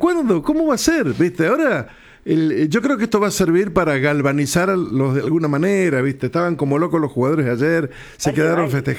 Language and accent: Spanish; Argentina; Somos argentinos y nos gusta sufrir.